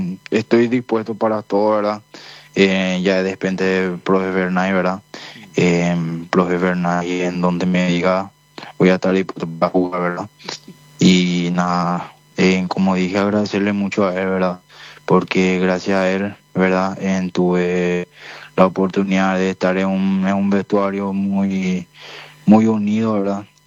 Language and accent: Spanish; Capiatá, Central, Paraguay; Ah, nosotros somos de la ciudad de Capiatá.